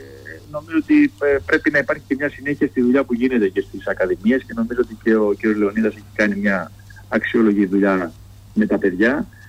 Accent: Kozani, Western Macedonia, Greece; είμαι και πάνω από την Κοζάνη

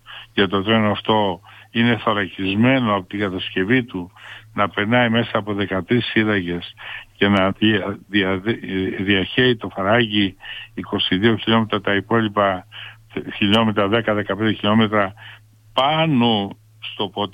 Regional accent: Kalavryta, West Greece, Greece; εμείς εδώ που μεγαλώσαμε στα Καλάβρητα

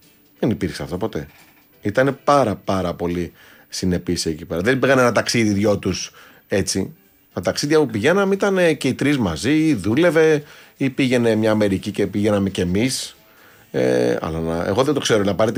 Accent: Nea Smyrni, Attica, Greece; εγώ γεννήθηκα στη Νέα Σμύρνη, πολύ όμορφη γειτονιά. Και με την έννοια της γειτονιάς, πολύ όμορφα χρόνια, έμεινα εκεί 16 χρόνια.

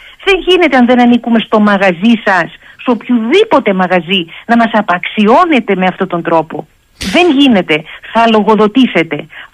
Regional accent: Istanbul, Turkey; moved away as an adult; now in Athens, Greece; εγώ δεν γεννήθηκα στην Ελλάδα, κυρία Σαχίνη, εγώ γεννήθηκα και μεγάλωσα στην Κωνσταντινούπολη. Έχω άλλες καταβολές και σας λέω με βεβαιότητα. Γιατί μέχρι τα 18 ήμουν στην Κωνσταντινούπολη πριν πάω να σπουδάσω στη Γαλλία και στην Αγγλία, και από το 2000 ζω μόνιμα στην Αθήνα.

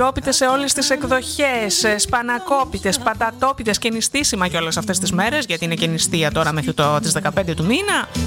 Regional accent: Davleia, Central Greece, Greece; στο χωριό μου, στη μαγευτική δάβλια βιωτίας μου

